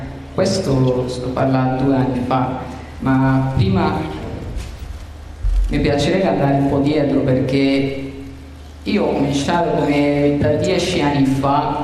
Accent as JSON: {"language": "Italian", "country": "Costa Rica", "second_language": "Italian", "lives_now": "Rome, Italy", "said": "come lei ha detto, e sono da Costa Rica. Sono venuto qui a Roma per collaborare con la maestra qui in Europa."}